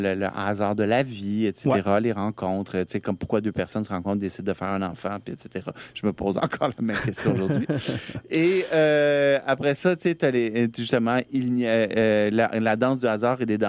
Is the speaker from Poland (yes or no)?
yes; Poland; Jestem Polakiem, bardzo miło jest mówić po polsku też teraz na antenie.